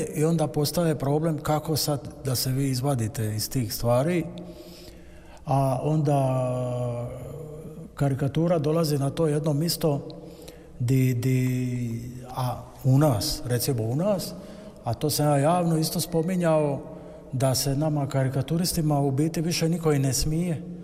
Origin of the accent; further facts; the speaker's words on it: Croatia; jer ipak ja sam Hrvat, tako se osjećam, nisam u Španjolskoj, nisam u Argentini, ja se osjećam hrvatski